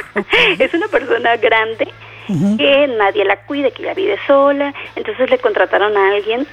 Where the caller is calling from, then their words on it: Veracruz, Mexico; aquí en Veracruz